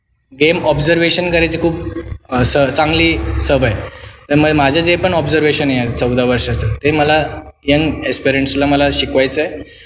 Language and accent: Marathi; Sherpur, Maharashtra, India; Maharashtra premier league sir जेव्हा मी लहान होतो ना तेव्हा आधी व्हायची, तर त्या ज्या मॅचेस होत्या त्या आमच्या गाव शेरपूरला झाल्या होत्या.